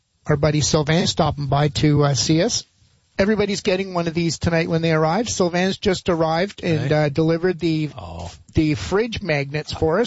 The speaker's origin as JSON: {"language": "English", "town": "Montreal", "region": "Quebec", "country": "Canada", "tie": "born or raised there", "said": "I'd be growing up in Montreal."}